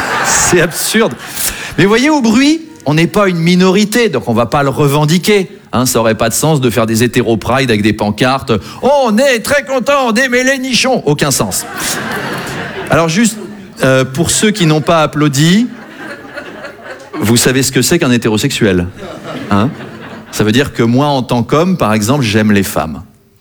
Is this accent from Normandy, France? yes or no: no; Versailles, Île-de-France, France; Hein, moi, je viens de Versailles. Il y en a qui connaissent ? Qui sont déjà allés, c'est un délire. Hein. Moi, j'ai passé 22 ans de ma vie là-bas.